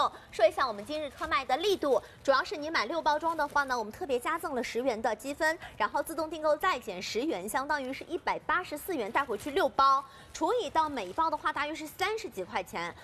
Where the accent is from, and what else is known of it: Shanghai, China